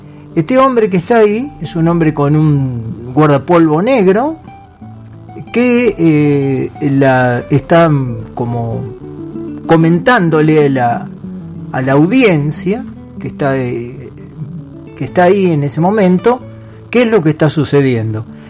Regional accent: Santa Fe, Argentina; Y le decimos, chao Jorge, somos de Santa Fe.

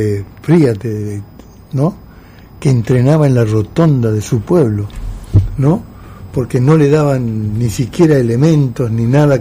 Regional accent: Argentina

